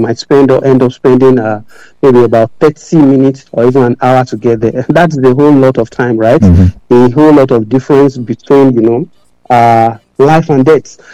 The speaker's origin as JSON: {"language": "English", "country": "Nigeria", "tie": "born or raised there", "said": "growing up in Nigeria"}